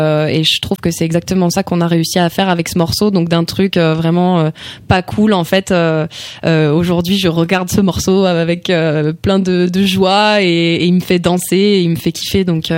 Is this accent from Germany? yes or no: no; Grand Est, France; moved away; je suis en Alsace, début juin, pour le festival Pré-Salé. Et c'est une date hyper symbolique pour moi, parce qu'elle se tient dans le village où j'ai grandi.